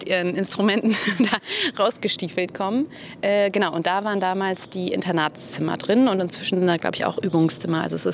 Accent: Berlin, Germany; Lustigerweise war genau der Mauerpark sehr wichtig in meiner Jugend, das war der Ort, also ich bin in Mitte auch zur Schule gegangen

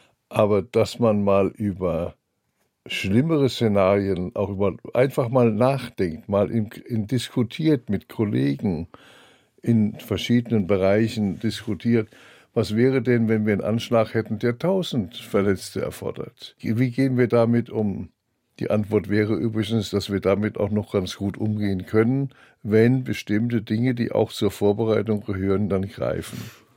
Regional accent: Darmstadt, Hesse, Germany; born there; das Technische Hilfswerk in Darmstadt, meiner Geburtsstadt.

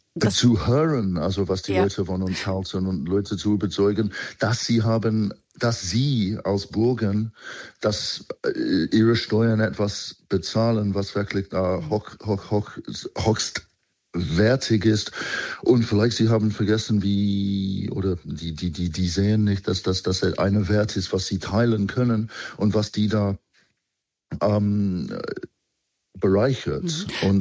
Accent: United Kingdom; now in Germany; Ich bin Brite, genau.

